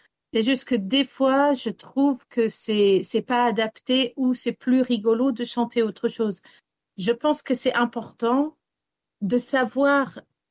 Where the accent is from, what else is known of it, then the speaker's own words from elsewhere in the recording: Wales, United Kingdom; first language English; French is a second language; now in Brittany, France; Le français, en fait, c'est ma langue maternelle parce que c'est ma mère qui me parlait français. Mais ma mère m'a élevée au Pays de Galles. Et c'est pour ça que ce n'est pas ma langue maternelle parce qu'en fait, c'est l'anglais qui a pris le dessus sur le français.